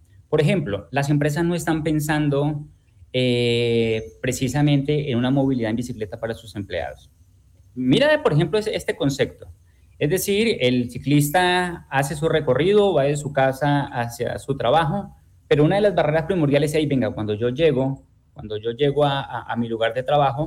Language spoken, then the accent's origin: Spanish; Colombia; nosotros como colombianos